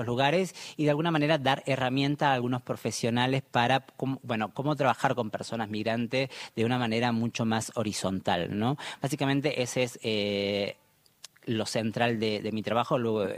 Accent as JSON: {"language": "Spanish", "town": "Santa Bárbara", "region": "Jujuy", "country": "Argentina", "moved": "yes", "said": "yo soy de Santa Bárbara y mi familia, mi papá vive con mis hermanos en San Francisco"}